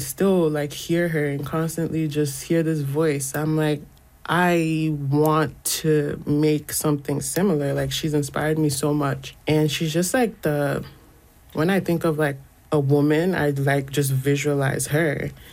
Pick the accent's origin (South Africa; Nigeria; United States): Nigeria; which was so foreign because I'm Nigerian